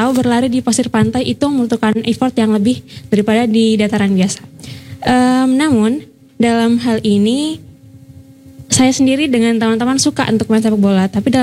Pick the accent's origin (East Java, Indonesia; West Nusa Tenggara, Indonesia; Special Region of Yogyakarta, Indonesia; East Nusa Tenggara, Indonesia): East Nusa Tenggara, Indonesia; asal saya dari Nusa Tenggara Timur, yang mana kita dari kecil sudah terbiasa main di sekitar laut.